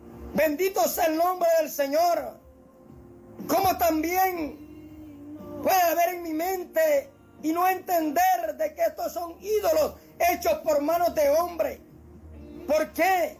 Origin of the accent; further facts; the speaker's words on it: Amapala, Valle, Honduras; moved away; allá en mi pueblo Amapala